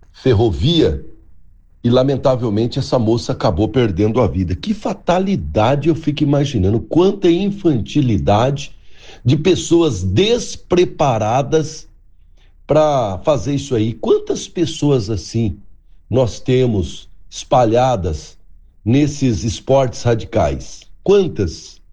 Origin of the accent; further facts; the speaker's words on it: Brazil; Eu torço pro Brasil, eu sou brasileiro.